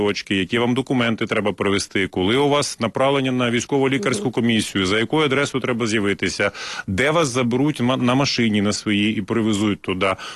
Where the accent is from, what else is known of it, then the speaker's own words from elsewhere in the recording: Luhansk Oblast, Ukraine; я народився і виріс на Донбасі, на Луганщині, і поруч зі мною завжди були або шахтарі, або металурги